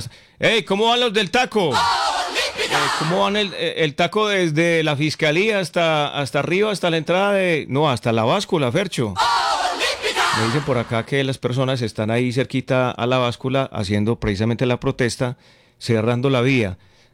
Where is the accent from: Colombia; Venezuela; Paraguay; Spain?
Colombia; Concordia, Antioquia; yo felicito a la alcaldesa de mi pueblo, de Concordia, a la doctora Alexandra Herrera.